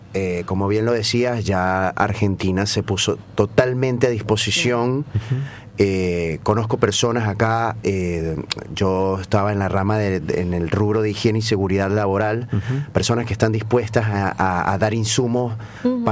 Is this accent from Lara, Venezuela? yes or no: yes; Barquisimeto, Lara, Venezuela; moved away; Yo soy de Barquisimeto, uh-huh. de la provincia de Lara.